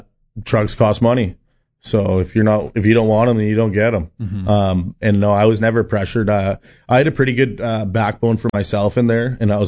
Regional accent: Saskatoon, Saskatchewan, Canada; I'm from Saskatoon, so there's a big... there's gangs from Saskatoon, Regina, two different gangs.

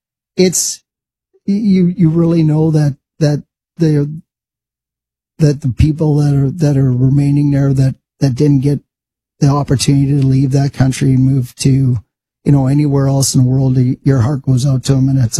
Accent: Canada; the Americans couldn't tell me as a Canadian

